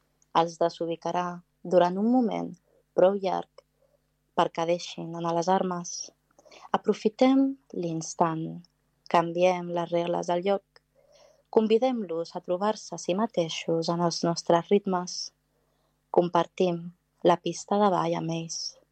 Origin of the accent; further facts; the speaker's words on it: Larache, Tanger-Tetouan-Al Hoceima, Morocco; el xurros de l'espanyol que tiene una xurreria en Plaza España, en Larache, que és el nord de Marruecos, on jo vaig créixer